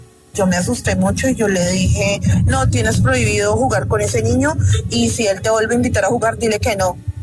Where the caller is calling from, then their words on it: Valle del Cauca, Colombia; yo soy de un pueblo acá a las afueras de Cali.